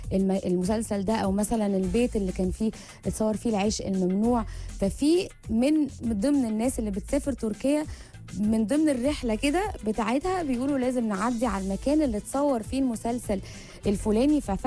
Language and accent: Arabic; Egypt; قريبة مننا كمصريين